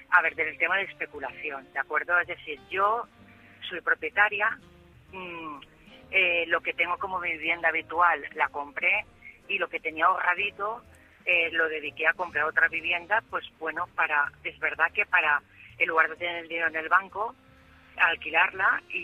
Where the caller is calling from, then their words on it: Valencia, Valencian Community, Spain; Eso no soy yo … de Valencia, que está ahorrando para comprar la vivienda.